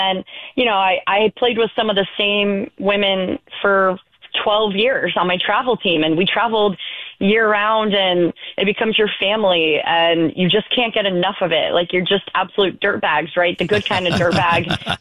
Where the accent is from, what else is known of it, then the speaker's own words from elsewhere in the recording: Wildwood, Missouri, United States; I grew up in Wildwood